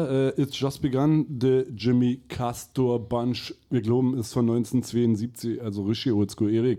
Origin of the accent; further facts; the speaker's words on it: East Germany, Germany; born there; ich habe natürlich im Osten auch Beatstreet gesehen